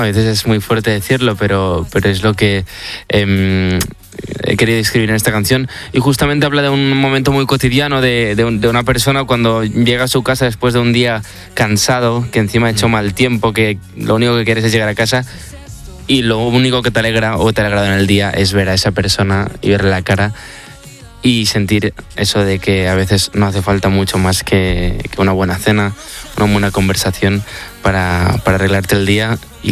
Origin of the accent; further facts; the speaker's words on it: Barcelona, Catalonia, Spain; Nada, yo soy un chico de Barcelona